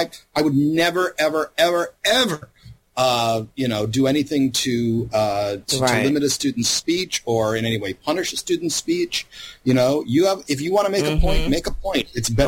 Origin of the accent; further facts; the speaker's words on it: Louisiana, United States; I grew up mostly in Louisiana.